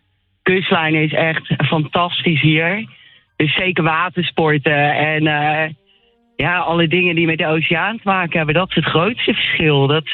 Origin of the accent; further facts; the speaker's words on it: Netherlands; now in Perth, Australia; Als echte Hollander ben ik op de fiets onderweg naar werk.